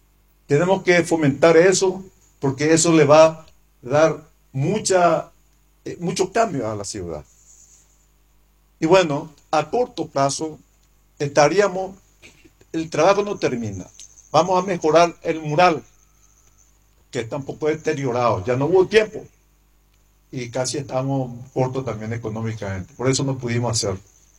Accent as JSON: {"language": "Spanish", "town": "Caacupé", "region": "Cordillera", "country": "Paraguay", "tie": "born there", "moved": "yes", "lives_now": "San Estanislao, Paraguay", "said": "yo nací en Caapupú. El coronel Vicente Mongelo es mi compueblano. Y vivo en Santaní hace años."}